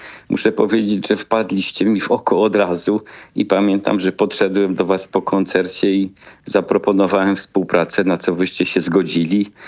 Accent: Tychy, Silesian Voivodeship, Poland; Ja oczywiście gdzieś tam całe życie siedziałem jako człowiek ze Śląska, bo mieszkam w Tychach, tu się urodziłem.

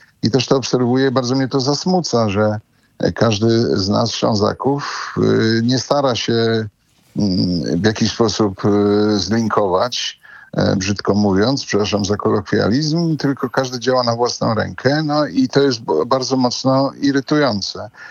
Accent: Silesian Voivodeship, Poland

